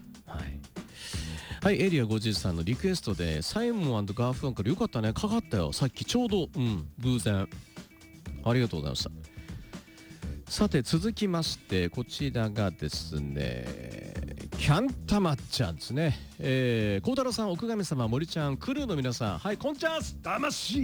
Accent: Kitakyushu, Fukuoka, Japan; 橋といえば私の地元には若戸大橋、あってかな、若いに扉の戸だから若戸か若戸かね、どっちだろう、若戸大橋があります。北九州で割と広くて、若松区から戸畑区に行くのはぐるっと回らなければならないんですが

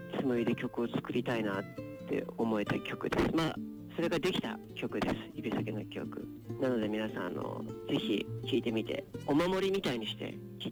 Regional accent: Ibaraki, Japan; 自分自身茨城町の出身なので

